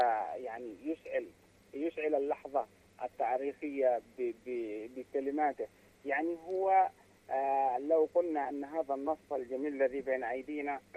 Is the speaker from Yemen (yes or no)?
yes; Tihama, Yemen; عندنا في تهامة